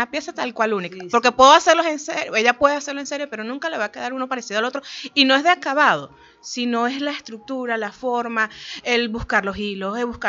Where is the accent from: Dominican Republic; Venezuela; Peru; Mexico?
Venezuela; moved away as an adult; also born or lived in Colombia; Yo estuve un año fuera de Colombia. y allá buscando qué hacer, como todos venezolanos que estamos afuera.